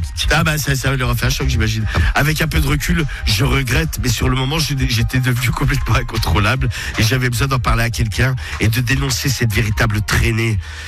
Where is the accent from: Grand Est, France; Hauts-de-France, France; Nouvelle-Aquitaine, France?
Grand Est, France; Troyes; j'ai 33 ans et je suis de Troyes.